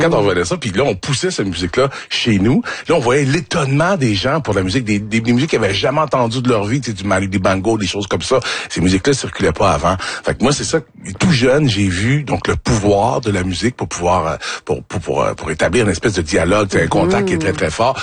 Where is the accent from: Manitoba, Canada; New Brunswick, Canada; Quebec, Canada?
Quebec, Canada; moved away; moi, j'ai grandi en Mauricie